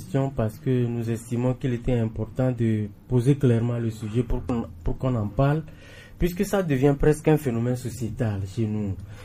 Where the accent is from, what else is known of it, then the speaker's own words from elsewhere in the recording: Togo; vous et moi, nous sommes Togolais. On vit au Togo